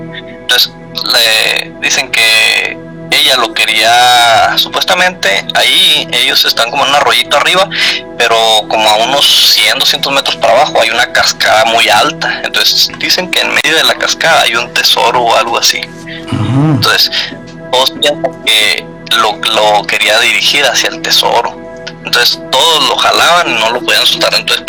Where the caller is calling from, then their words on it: Chihuahua, Mexico; Desde Chihuahua.